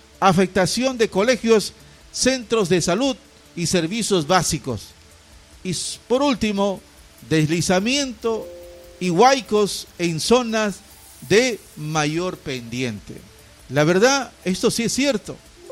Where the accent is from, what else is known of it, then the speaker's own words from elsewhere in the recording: Peru; nosotros como peruanos